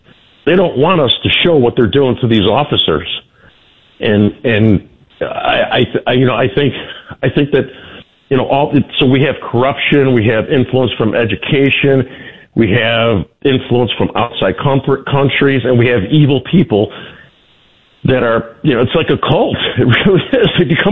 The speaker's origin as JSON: {"language": "English", "town": "Chicago", "region": "Illinois", "country": "United States", "tie": "born or raised there", "said": "We sent all our manufacturing to China when I was growing up in Chicago, a manufacturing city."}